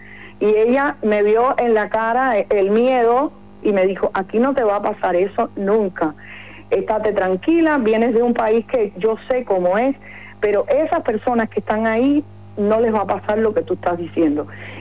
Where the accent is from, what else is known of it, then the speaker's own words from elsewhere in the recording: Villa Clara, Cuba; moved away as an adult; mi pueblito costero ahí en Villa Clara